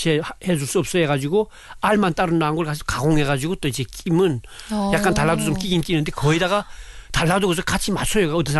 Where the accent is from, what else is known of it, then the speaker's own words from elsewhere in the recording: North Korea; now in South Korea; 특히 우리 고향에 있던 사람들은 안경을 그렇게 정밀하게 이제 재가지고 자기 딱 맞는 안경 끼본 적이 없어요. 그리고 북한은 난시란 말도 난 한국어 들었거든요.